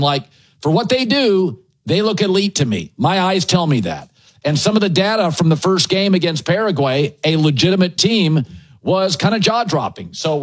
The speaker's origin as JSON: {"language": "English", "region": "Pacific Northwest", "country": "United States", "tie": "born or raised there", "said": "I grew up in the Pacific Northwest."}